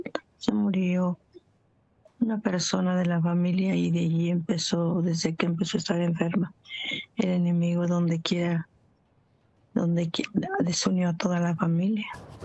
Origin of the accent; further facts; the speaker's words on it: Michoacán, Mexico; Soy de México, de Michoacán, de acá de Michoacán.